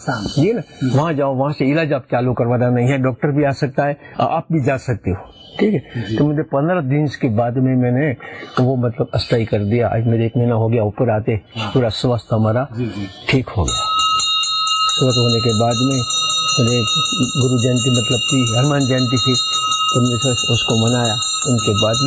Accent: Dhavli, Rajasthan, India; हमारा गांव धवली है।

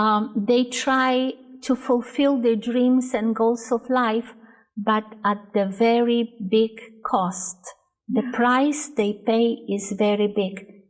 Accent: Poland; moved away; also born or lived in Canada; Well, I was born in Poland and it was a communist Poland at that time. So all my childhood was spent in a simple country. It was considered a third world country. Then when I grew up, I was taken by my family to Canada

